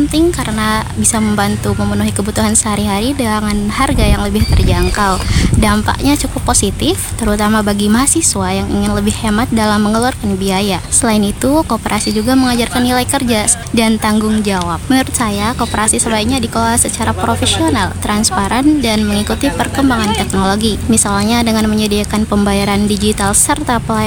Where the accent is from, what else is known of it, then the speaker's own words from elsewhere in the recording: Dombu, Central Sulawesi, Indonesia; Saya berasal dari Dombu.